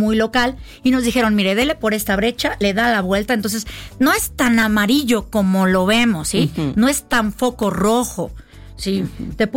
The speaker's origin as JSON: {"language": "Spanish", "region": "Michoacán", "country": "Mexico", "tie": "born there", "said": "En mi pueblo y en muchos pueblos de Michoacán"}